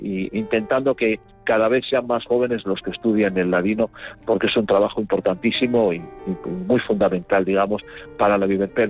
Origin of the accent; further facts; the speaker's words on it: Spain; como españoles creo que tenemos el deber de reivindicarlo